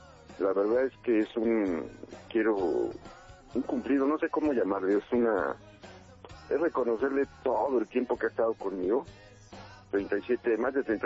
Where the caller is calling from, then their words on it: Chalco, State of Mexico, Mexico; yo vivo en Chalco, pero ahorita estoy trabajando y estoy aquí en la colonia del Valle.